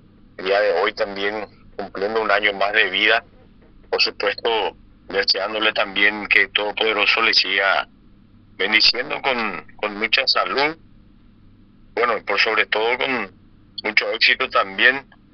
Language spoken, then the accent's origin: Spanish; Paraguay